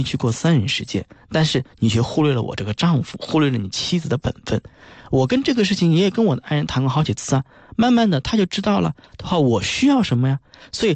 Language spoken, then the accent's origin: Chinese; Hunan, China; 但是我是湖南人。